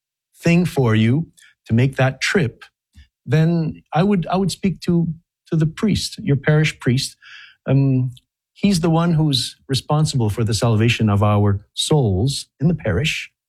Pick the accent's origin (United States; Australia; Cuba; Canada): Canada; Quebec; I think of Canada, for example. I'm French Canadian